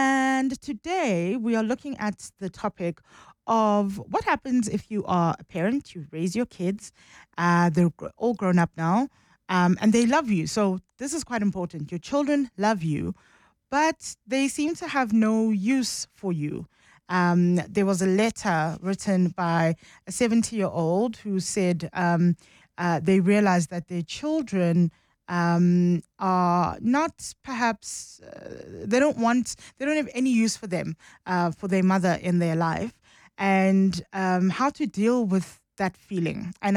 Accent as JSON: {"language": "English", "town": "Johannesburg", "region": "Gauteng", "country": "South Africa", "tie": "born or raised there", "said": "my favorite city. It is my hometown, and so I'm thrilled that 702 Walk the Talk returns to the city of Joburg"}